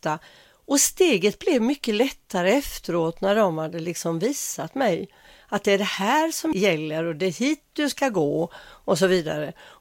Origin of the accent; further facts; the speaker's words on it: Gothenburg, Västra Götaland County, Sweden; Jag är göteborgare av födsel och ohejdad vana. Men jag har gjort lite utflykter här och där i mitt liv. Om inte annat så har jag ju varit på min sommarö Kalvsund. Jag har varit i Mölndal lite då och då.